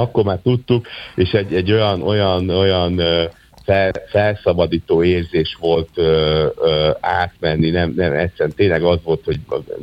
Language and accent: Hungarian; Esztergom, Komárom-Esztergom, Hungary; born or raised there